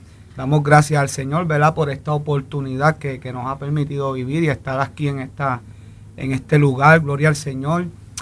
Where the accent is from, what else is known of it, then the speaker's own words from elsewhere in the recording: Lares, Puerto Rico; vengo desde el pueblo de Lares.